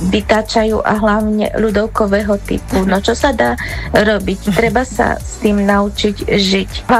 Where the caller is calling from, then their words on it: Bytča, Žilina Region, Slovakia